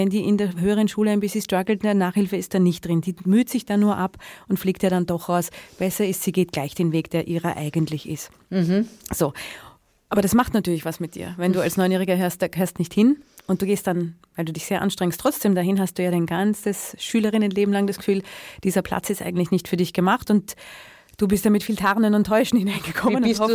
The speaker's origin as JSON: {"language": "German", "region": "Vienna", "country": "Austria", "tie": "born or raised there", "said": "Ich komme aus Wien-Simmering, ich habe viele Geschwister, es war ein Haushalt mit wenig Geld."}